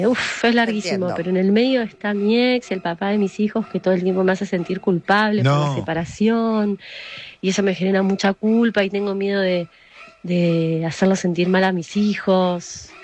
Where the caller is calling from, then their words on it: Barracas, Buenos Aires Province, Argentina; Hola, chicos, …, ¿cómo andan? … de Barracas.